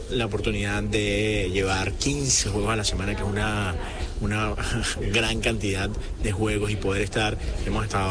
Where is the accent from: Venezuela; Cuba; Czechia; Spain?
Venezuela; now in Miami, United States; pero la mayoría somos venezolanos